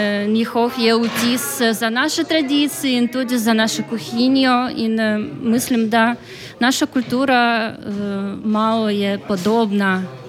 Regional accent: Ukraine; Slovenian is a second language; now in Slovenia; Sem iz Ukrajine in za me to je zelo pomembno biti blizu k svojim ljudjam, poslušati se o naših običajah, praznikah.

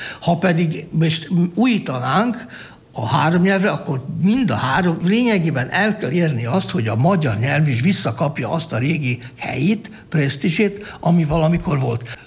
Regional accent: Prekmurje, Slovenia; nekünk nemzetiségieknek, úgy az olaszoknak, mint muravidéki magyaroknak

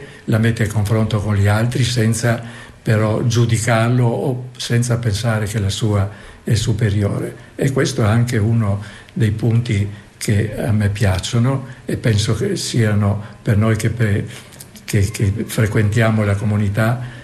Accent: Buje, Istria County, Croatia; ha detto: ma lei non è piranese? No, dico, sono di Buie.

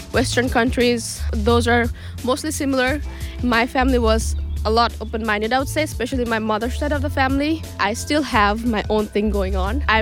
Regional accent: Dhaka, Dhaka Division, Bangladesh; moved away as an adult; now in Maribor, Slovenia; I am from Dhaka, Bangladesh.

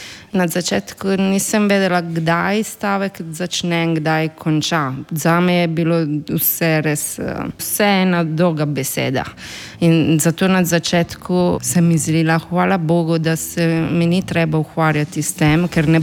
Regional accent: Italy; Slovenian is a second language; now in Slovenia; In ena ženska je vprašala, če sem iz Primorske. In sem rekla ne, ampak mogoče, če bi slišala malo več, bi pogruntala, da nisem iz Primorske in da sem iz Italije.

